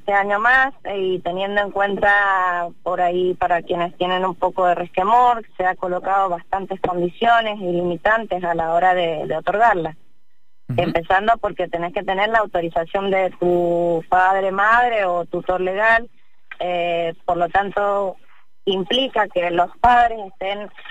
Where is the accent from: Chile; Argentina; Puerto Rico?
Argentina; Tupungato, Mendoza; yo vengo de Tupungato